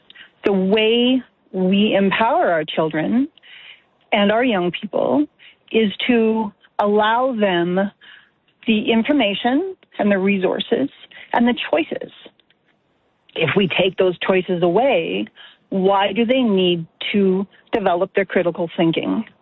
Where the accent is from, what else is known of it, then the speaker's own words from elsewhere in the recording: Alberta, Canada; You know, I am from Alberta.